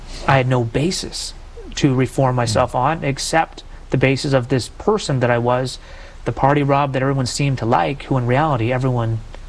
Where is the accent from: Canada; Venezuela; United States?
Canada; As a Canadian, we played road hockey nonstop.